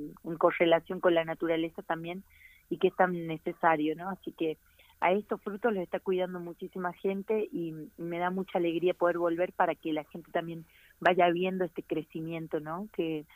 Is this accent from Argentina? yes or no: yes; Catamarca, Argentina; en mi tierra, en Catamarca tenemos una relación con la tierra total.